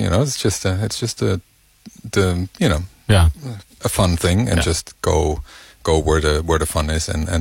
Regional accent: The Hague, South Holland, Netherlands; born there; English is a second language; French mother, German father, born at The Hague. So you choose which one I can smuggle into different nationalities.

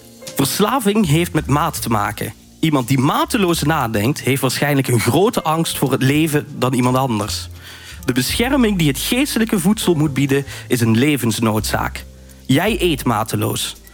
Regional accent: Limburg, Netherlands; voor mij een feest van herkenning als Limburger.

